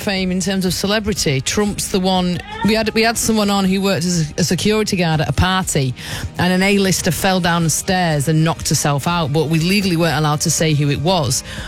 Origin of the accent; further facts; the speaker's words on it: United Kingdom; I'm half Scottish. Obviously half English, and my partner's Spanish